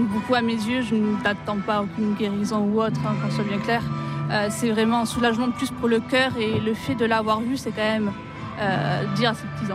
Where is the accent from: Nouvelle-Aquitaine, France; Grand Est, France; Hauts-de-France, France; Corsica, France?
Nouvelle-Aquitaine, France; Pau; Et vu que j'habite à côté, donc je suis originaire de Pau, ben, donc c'était l'occasion de venir.